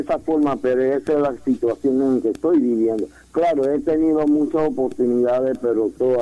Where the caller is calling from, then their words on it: La Chorrera, Panamá Oeste, Panama; De Chorrera